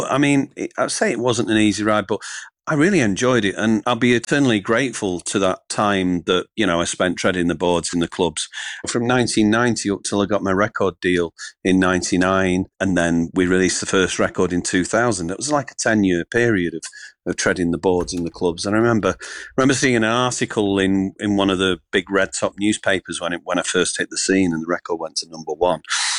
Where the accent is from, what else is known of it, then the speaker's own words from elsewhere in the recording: Salford, North West England, United Kingdom; go back to the very start of my life growing up in Salford, you know, as a kid growing up in Salford